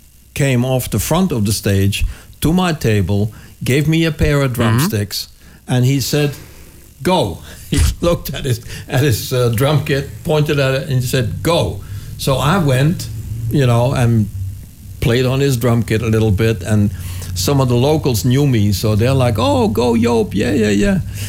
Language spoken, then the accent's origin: English; Wessem, Limburg, Netherlands; also born or lived in Brielle; And but I lived in Limburg most of my life that I was here.